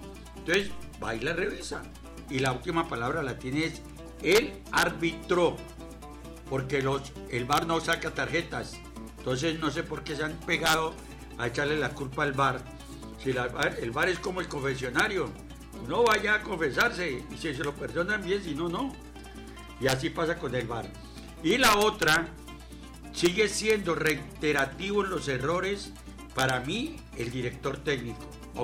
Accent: Meta, Colombia; Llanero Fútbol Club Familia, que es lo que representa mi tierra

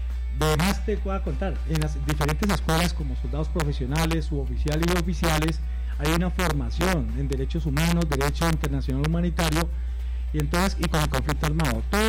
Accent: Colombia; nos unamos como colombianos.

